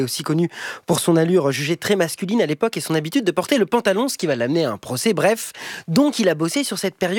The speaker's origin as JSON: {"language": "French", "town": "Caen", "region": "Normandy", "country": "France", "said": "Je vous emmène chez moi en Normandie, je marche dans les rues de Caen, et ici, l'histoire et partout."}